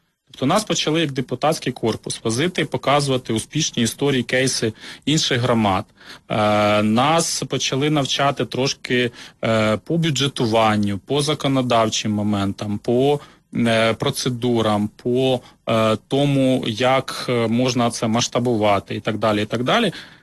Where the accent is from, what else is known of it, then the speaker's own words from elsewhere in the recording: Mykolaiv Oblast, Ukraine; born there; moved away as an adult; also born or lived in Hlukhiv, Sumy Oblast, Ukraine / Kyiv, Ukraine; Потім батьки мої переїхали на Миколаївщину, в село, де вся батькова родина, де мій батько народився. Там народилися мої брат і сестра. Але це північна частина Миколаївщини. Потім я там закінчив школу